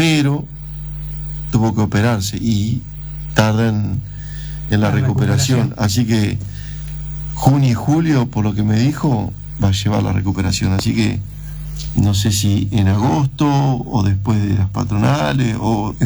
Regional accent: Argentina; como ahora para el mundial todos somos argentinos

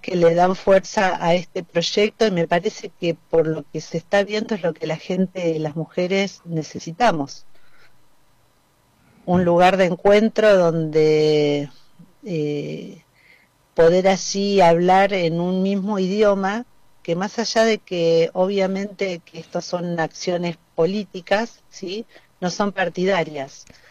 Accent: Balcarce, Buenos Aires Province, Argentina; born there; also born or lived in La Plata; Soy nacida en la ciudad de Balcarce, en la localidad de Balcarce, provincia de Buenos Aires. Desde los 13 años en la ciudad de La Plata viví

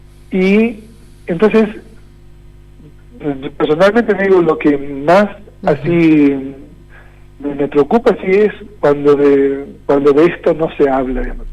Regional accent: Argentina

